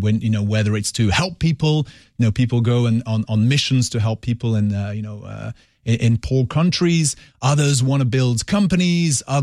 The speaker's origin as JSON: {"language": "English", "country": "Switzerland", "tie": "born or raised there", "also_born_or_lived": "France / Colombia", "said": "It's very different because I grew up in Switzerland and France, so going to Colombia is very, very different, but it's great for the kids."}